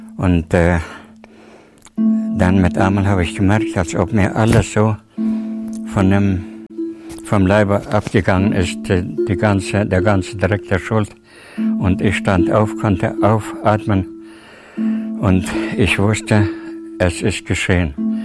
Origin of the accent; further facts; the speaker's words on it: Tajikistan; Ich komme aus Tadschikistan und bin dort auch geboren, 1937. Und meine Eltern wurden dort hingesiedelt, also zwangsmäßig, an die 35.